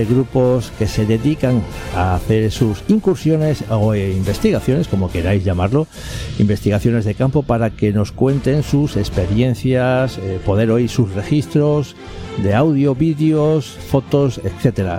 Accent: Asturias, Spain; APQ Radio desde Avilés, Asturias, nuestra tierra.

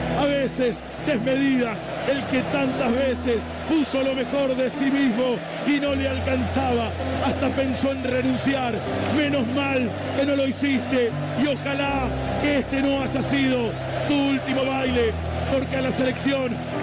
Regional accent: Argentina; Somos argentinos y hacemos de la resiliencia nuestra bandera

